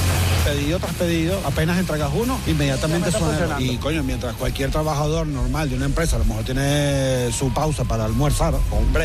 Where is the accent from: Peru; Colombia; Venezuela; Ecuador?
Venezuela; moved away as an adult; now in Spain; yo en mi país, en Venezuela, yo soy economista.